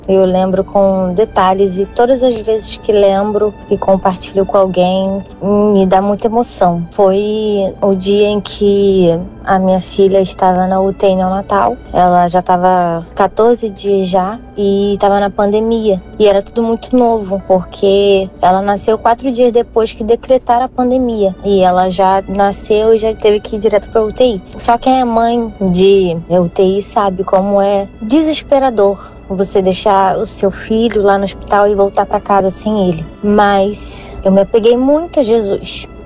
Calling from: Rio de Janeiro, Brazil; Eu sou do Rio

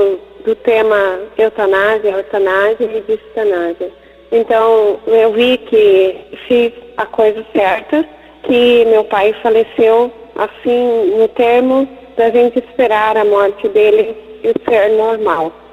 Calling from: Santa Rita, Alto Paraná, Paraguay; eu sou aqui de Santa Rita, do Paraguai.

